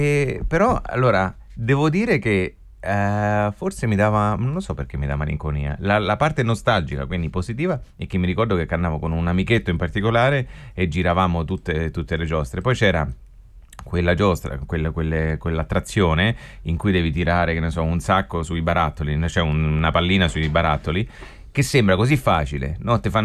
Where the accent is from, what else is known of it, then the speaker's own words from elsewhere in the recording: Fabriano, Marche, Italy; di Fabriano, provincia di Ancona, nelle Marche.